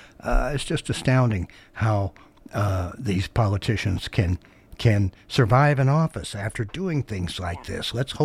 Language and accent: English; Missouri, United States; also born or lived in Falls City, Nebraska; And I was actually born in Nebraska, although I'm pretty sure I was conceived in Missouri and grew up in Missouri. But as I say, within eyesight of the Nebraska hills across the Missouri River.